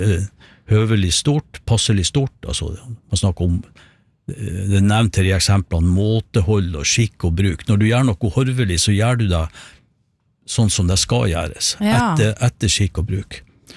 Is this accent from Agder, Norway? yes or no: no; Sandnessjøen, Nordland, Norway; for det kommer vi fra Sandnessjøen, og når jeg ser imot fjellene der, så ser jeg et fjell som egentlig heter Horva.